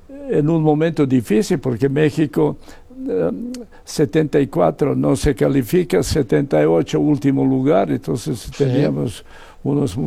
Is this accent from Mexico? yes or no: no; Belgrade, Serbia; Serbia de Belgrado.